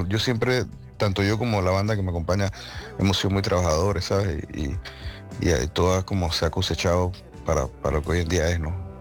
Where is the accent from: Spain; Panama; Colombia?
Panama; Panama City; Panamá, nosotros tuvimos como una presencia americana, una presencia gringa por mucho tiempo.